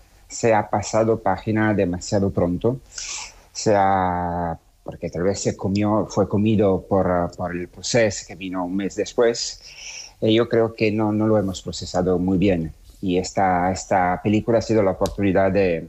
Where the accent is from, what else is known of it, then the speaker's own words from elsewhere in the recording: Spain; now in Barcelona, Spain; porque yo creo que como español, bueno, español residente aquí y como barceloní de adopción